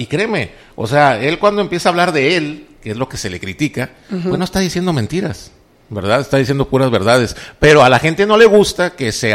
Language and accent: Spanish; Mexico; O sea, así somos los mexicanos.